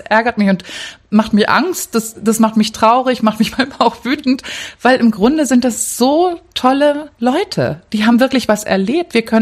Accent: Cuxhaven, Lower Saxony, Germany; also born or lived in Hamburg; Ja, ich bin eine Hamburgerin und dann in Cuxhaven groß geworden und habe mein Leben lang nur in Westdeutschland gelebt.

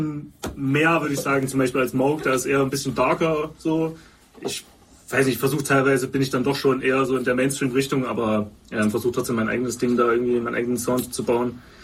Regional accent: Leipzig, Saxony, Germany; wir kommen aus Bülitz-Ehrenberg, ist 04178, die Postleitzahl.

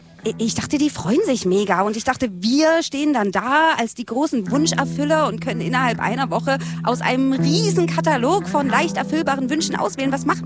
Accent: Halle, Saxony-Anhalt, Germany; Ich muss sagen, ich hätte nicht gedacht, dass ich einmal für diese Stadt, für meine Heimat, so viel Leid und Schmerz, also und Freude empfinden würde.

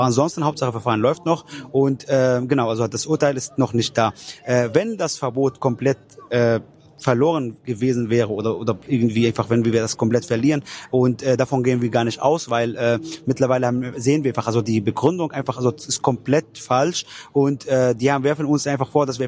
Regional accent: Palestine; weil die Palästinenser bzw. ich auch als Palästinenser haben das Recht eigentlich auf Rückkehr nach Palästina

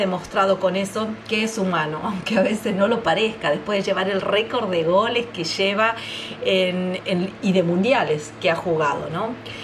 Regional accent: Argentina; now in Germany; lo digo yo como argentina

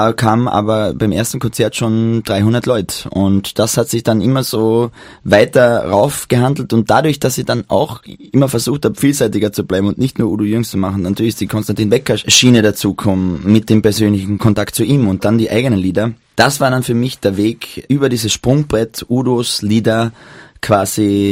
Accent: Maria Saal, Carinthia, Austria; Das war nur zuerst ganz bei mir am Land, wo ich herkomme, in Mariasaal, also am Fuße von Magdalensberg, und dann in Klagenfurt

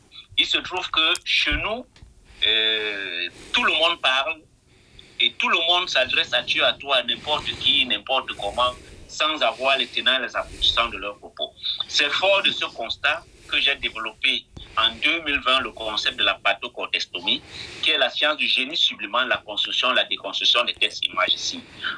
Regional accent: Cameroon; en tant que Camerounais

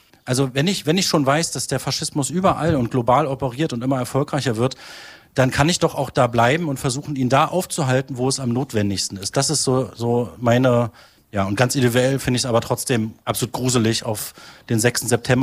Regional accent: Halberstadt, Saxony-Anhalt, Germany; Halberstadt ist meine Heimat, ich bin hier aufgewachsen, ich kenne hier fast jeden Winkel

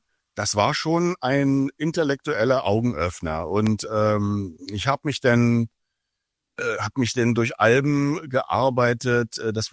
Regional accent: Germany; ich als Deutscher kann ja immer nur oberflächlich mit den Texten umgehen.

